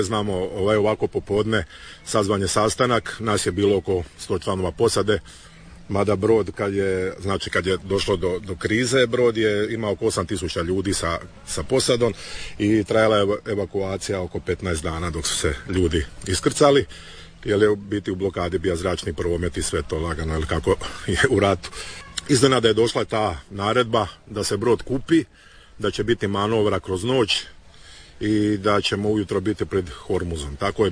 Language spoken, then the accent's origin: Croatian; Croatia